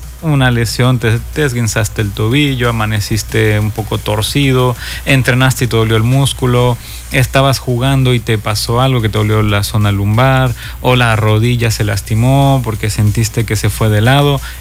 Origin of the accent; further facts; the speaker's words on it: Mérida, Yucatán, Mexico; yo soy de la ciudad de Mérida, soy yucateco.